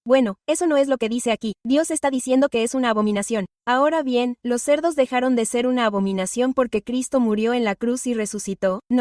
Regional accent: Puerto Rico; Soy de Puerto Rico, y eso es lo que comemos. Esos son los manjares que tenemos como isla.

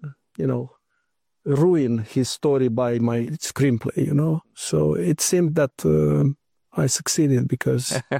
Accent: Romania; I was born in Romania, 1976. It was a communist country, one of the worst communist countries in the world. We didn't have heating and hot water for years.

